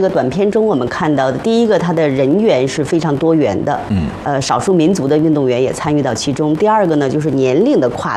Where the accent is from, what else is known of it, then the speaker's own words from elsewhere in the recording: China; 我们作为中国人都知道